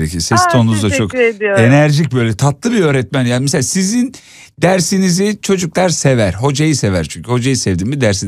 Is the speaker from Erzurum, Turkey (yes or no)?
yes; Erzurum, Turkey